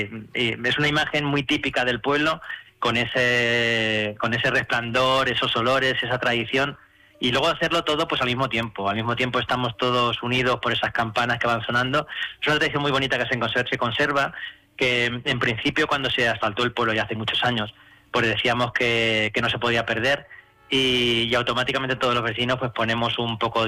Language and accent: Spanish; El Ballestero, Castilla-La Mancha, Spain; los que somos del Ballestero